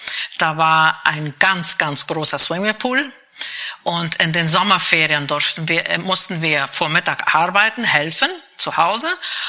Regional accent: Asunción, Paraguay; also born or lived in Montevideo, Uruguay; habe zwei Kinder und ja, bin eigentlich aus Asunción.

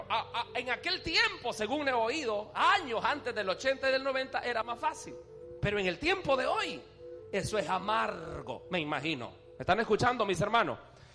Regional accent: El Salvador; como decimos en El Salvador, chivo, tranquilo, fácil, bonita

